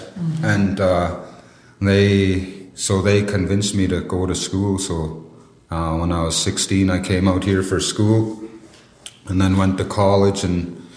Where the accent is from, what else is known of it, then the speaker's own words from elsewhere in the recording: Old Crow, Yukon, Canada; Old Crow. But the proper name for it is Techik. Techik just means the mouth of the river, because it's right at the mouth of the Crow River, which leads into Crow Flats.